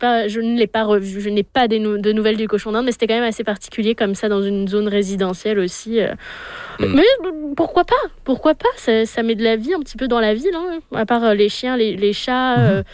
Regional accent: Winnipeg, Manitoba, Canada; mais c'était pas à Winnipeg, c'est ma ville natale

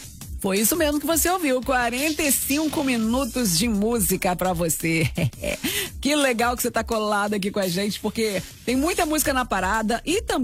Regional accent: Guarapari, Espírito Santo, Brazil; você tá indo pra minha terra, é, tá fazendo transferência pra Guarapa

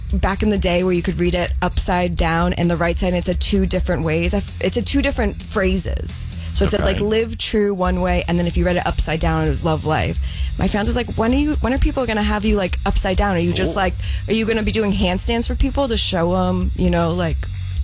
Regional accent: Boston, Massachusetts, United States; I'm from Boston or like the New England area, so we're very sarcastic and very like dry sometimes.

